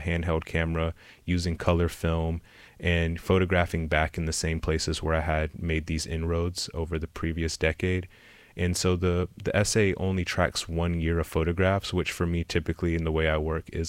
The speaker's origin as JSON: {"language": "English", "region": "Oklahoma", "country": "United States", "tie": "born or raised there", "also_born_or_lived": "Austin, Texas", "said": "Yeah, so I was born here in Austin, and in the third grade, I moved to Oklahoma, which is where my mother's family is from."}